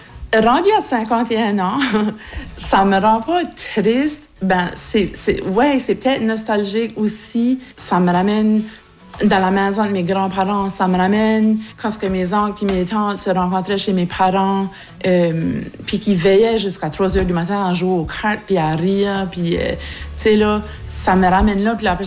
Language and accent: French; Shediac Ridge, New Brunswick, Canada; moved away as an adult; now in Pleasant Ridge, Canada; j'ai 51 ans. Je suis originaire de Shediac Ridge, autrement connue maintenant comme Roserville. Puis j'habite Pleasant Ridge depuis 1998, ça fait que j'ai deux chez nous à ce temps.